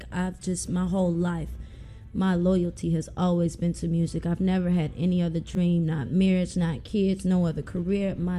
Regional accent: Memphis, Tennessee, United States; I was born in Whitehaven. I went to elementary school out in East Memphis, and then high school in Carrieville and Germantown.

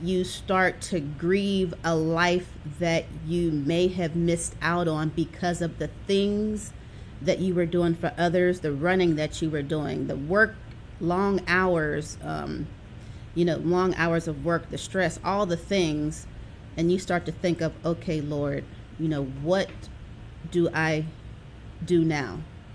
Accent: Pittsburgh, Pennsylvania, United States; now in Atlanta, United States; I am hailing from Atlanta, but I'm also by way of Pittsburgh, Pennsylvania. I grew up in Pittsburgh.

